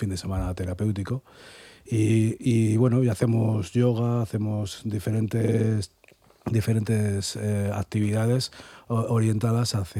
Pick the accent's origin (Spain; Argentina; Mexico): Spain; Trapagaran, Basque Country; nuestra sede es en Trápaga, porque nosotros somos todo, la mayoría somos de Trápaga.